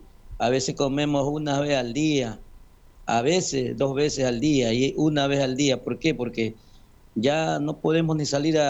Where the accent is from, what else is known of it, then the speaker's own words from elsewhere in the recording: Ecuador; now in Manta, Ecuador; somos 14 millones ecuatorianos